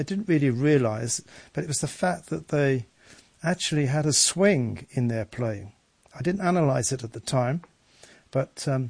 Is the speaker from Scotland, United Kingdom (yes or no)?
no; Birmingham, West Midlands, United Kingdom; growing up in Birmingham